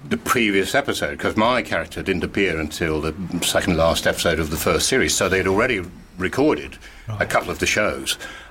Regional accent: Glasgow, Scotland, United Kingdom; I was born in Glasgow, yes. Oh, and so. We left there when I was a kid, went back, and then my parents were divorced when I was quite young, so we went back and I went to school there.

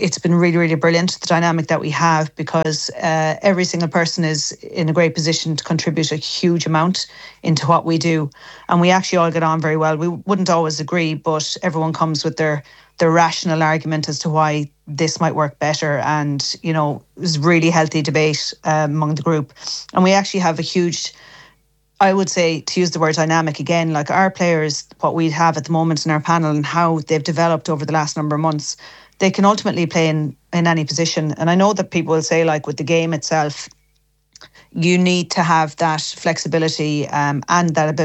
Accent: Ballina, Connacht, Ireland; because I'm from Ballina, obviously.

